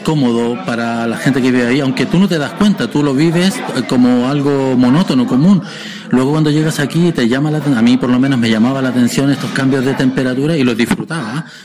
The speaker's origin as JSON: {"language": "Spanish", "town": "Arica", "region": "Arica y Parinacota", "country": "Chile", "tie": "born or raised there", "moved": "yes", "lives_now": "San Sebastián, Spain", "said": "yo en mi ciudad natal, lluvia no veía."}